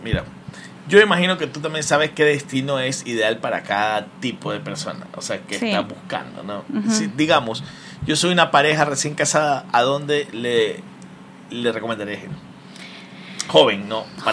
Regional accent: Ecuador; ¿A dónde puedo viajar siendo ecuatoriano?

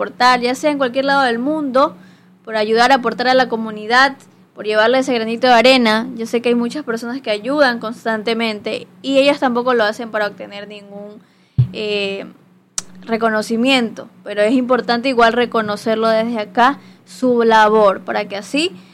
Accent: Ecuador; Nosotros somos acá ecuatorianos

